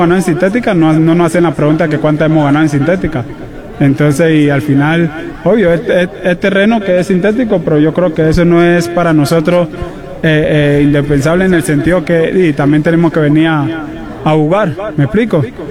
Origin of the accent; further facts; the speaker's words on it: Panama; no fue más para el centro, sino fue más a la afuera, que fue muy complicado, pero no, al pueblo panameño que vamos a s